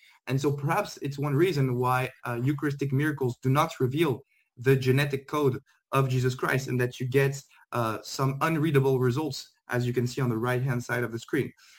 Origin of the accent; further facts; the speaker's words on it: France; I'm actually a French Catholic apologist, so I'm not American.